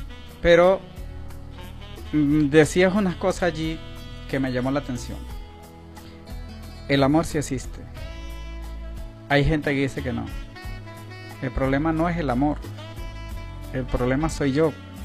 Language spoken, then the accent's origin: Spanish; Apure, Venezuela; Yo soy de Apure. Yo soy del municipio de José Antonio Páez.